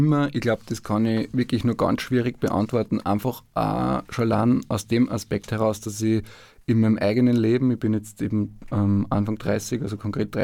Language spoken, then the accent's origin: German; Zwettl, Lower Austria, Austria; accent: Waldviertel dialect; Und ich komme ja aus einem sehr katholischen Haushalt. Also ich bin im Waldviertel aufgewachsen, ich komme aus Zwettl in Niederösterreich. Man hört es vielleicht auch ein bisschen am Dialekt, auch wenn der oft ins Oberösterreichische missverstanden wird, aber sie sind auch sehr ähnlich.